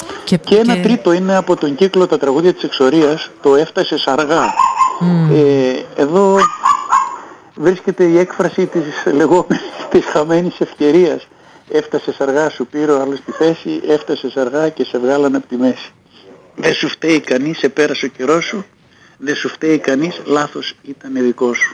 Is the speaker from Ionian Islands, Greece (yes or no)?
no; Thessaloniki, Central Macedonia, Greece; Εγώ γεννήθηκα και μεγάλωσα στο Κρυονέρι της Ανοτούμπας